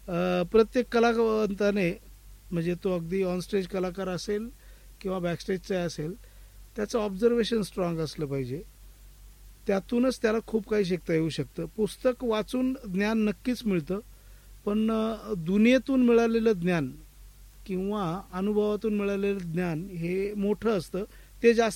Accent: Vadzire, Maharashtra, India; also born or lived in Mumbai; now in Ahmednagar, India; मी मूळचा पारनेर तालुक्यातला वडझिरे गावचा, माझ्या शेजारचं गाव देवी बैरे

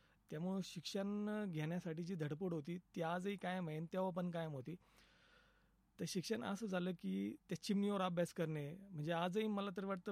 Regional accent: Gujarkhed, Maharashtra, India; also born or lived in Kopargaon; now in Shirdi, India; मी मूळचा येवला तालुक्यातील गुजरखेड या गावचा आहे, पण माझं सर्व शिक्षण वगैरे हे कोपरगाव या ठिकाणी झालं. आणि मी स्थायिक पण शिर्डीचा जाता सध्याला, कारण की काम वगैरे माझं त्या ठिकाणी असल्यामुळे.

